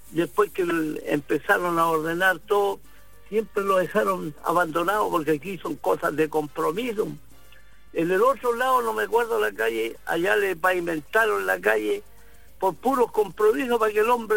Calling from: Chile; Yo lo llamo de aquí, de Coronel Buen Retiro, calle Dalmiro Barriga.

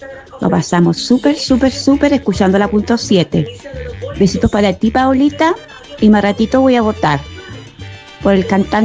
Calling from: Talcahuano, Biobío, Chile; de Talcahuano.

